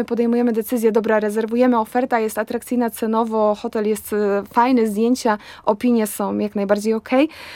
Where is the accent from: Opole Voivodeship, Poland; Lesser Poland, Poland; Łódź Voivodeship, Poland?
Łódź Voivodeship, Poland; Łódź; a my jesteśmy z Łodzi, więc jeszcze czeka nas ta podróż